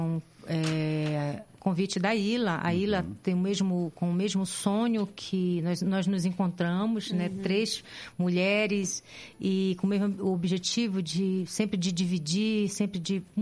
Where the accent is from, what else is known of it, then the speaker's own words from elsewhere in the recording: Amapá, Brazil; A gente vem trazendo o nosso sotaque de cada lugar, né? Eu venho trazendo da minha Amazônia, que é o Amapá.